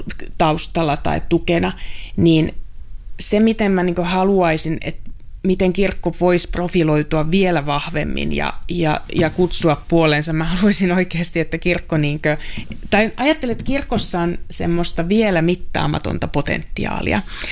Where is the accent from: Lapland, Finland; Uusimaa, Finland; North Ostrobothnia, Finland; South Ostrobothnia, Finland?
North Ostrobothnia, Finland; mä oon kotoisin Pohjois-Pohjanmaalta, niin ollaan oltu kirkon jäseniä.